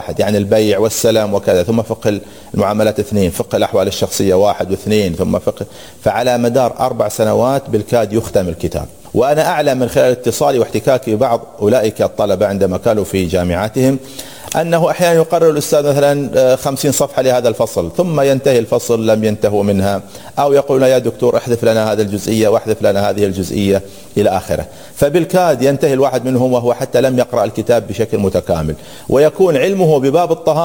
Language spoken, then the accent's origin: Arabic; Saudi Arabia; عندنا في السعودية